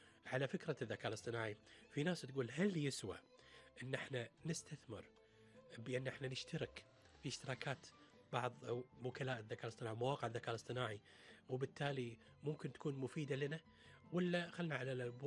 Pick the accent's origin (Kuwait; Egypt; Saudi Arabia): Kuwait; احنا في الكويت